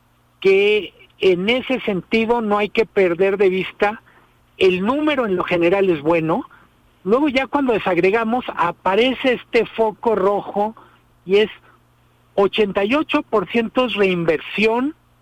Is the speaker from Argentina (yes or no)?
no; Mexico